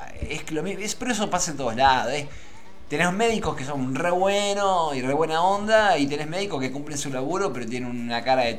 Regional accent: Argentina

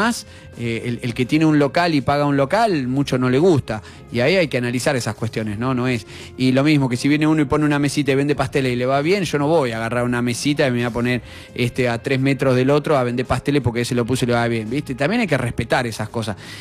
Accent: Argentina

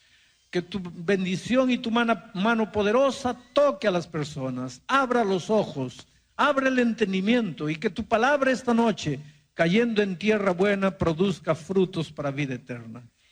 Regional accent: Mexico; Pero resulta que los mexicanos no hablamos ni griego, ni hebreo, ni arameo.

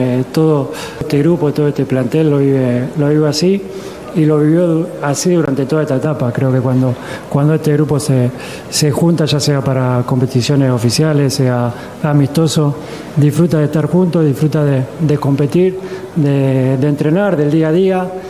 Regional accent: Argentina; Somos Argentina y siempre vamos a buscar los partidos ante cualquier rival.

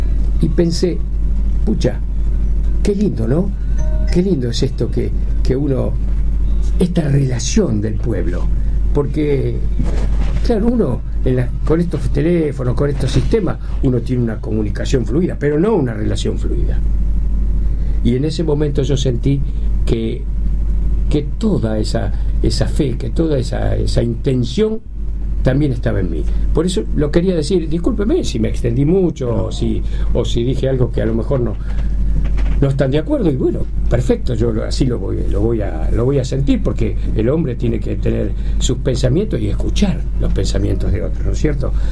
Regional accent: Argentina; born there; Yo soy argentino.

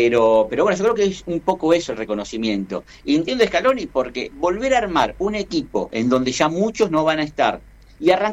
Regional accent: Argentina; no es lo que quisiera como argentino

